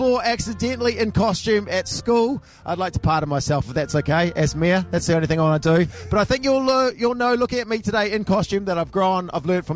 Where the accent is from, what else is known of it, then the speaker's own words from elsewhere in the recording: Masterton, Wellington, New Zealand; moved away; My hometown of Marston, and it's great to be back here.